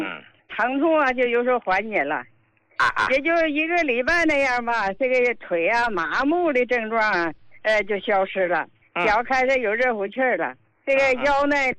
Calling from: Harbin, Heilongjiang, China; 我是哈尔滨的患者。

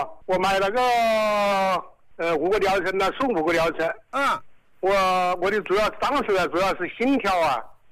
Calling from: Xiantao, Hubei, China; 我是仙桃市啊，三虎潭镇的。

